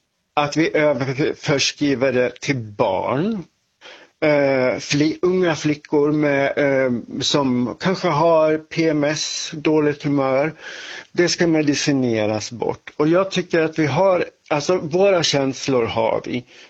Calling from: Dalarna County, Sweden; accent: Västerdalska

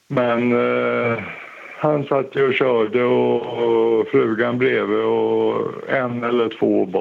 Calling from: Mora, Dalarna County, Sweden

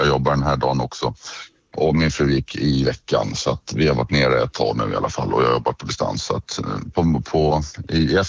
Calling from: Stockholm, Stockholm County, Sweden; jag är nere här på somrarna och laddar för upp och åker tillbaka till Stockholm.

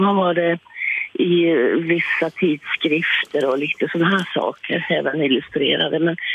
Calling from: Västerås, Västmanland County, Sweden; Jag är ju från Västerås.

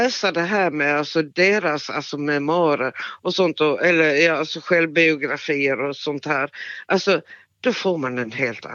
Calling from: Svalöv, Skåne, Sweden; Svalöv i Skånes kommun.

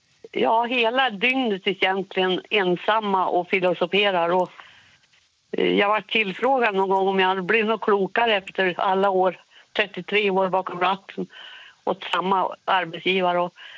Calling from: Filipstad, Värmland, Sweden; Hemma i Värmland.

